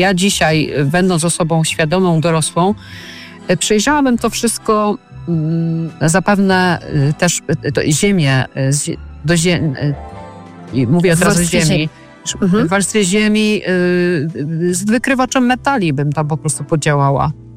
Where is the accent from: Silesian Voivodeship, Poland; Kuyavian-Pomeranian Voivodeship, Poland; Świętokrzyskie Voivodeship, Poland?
Silesian Voivodeship, Poland; Częstochowa; moved away; also born or lived in Katowice; ja mieszkałam, studiowałam w Katowicach, pochodzę z Częstochowy